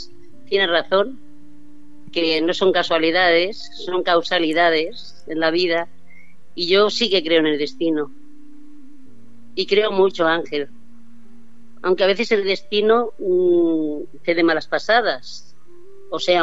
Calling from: Barcelona, Catalonia, Spain; de Barcelona, ¿qué tal?

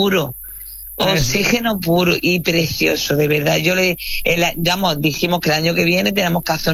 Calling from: Almería, Andalusia, Spain

